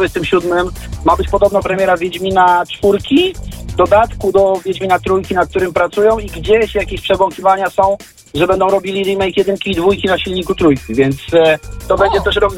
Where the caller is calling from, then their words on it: Warsaw, Masovian Voivodeship, Poland; ja jestem z Warszawy